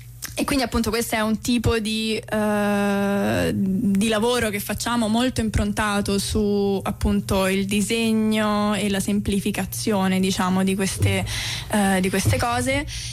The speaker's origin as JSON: {"language": "Italian", "town": "Rome", "region": "Lazio", "country": "Italy", "also_born_or_lived": "London", "moved": "as an adult", "said": "nessuno di noi vive nello stesso posto da cui proviene, tranne me, che okay. sono di Roma e vengo da Roma"}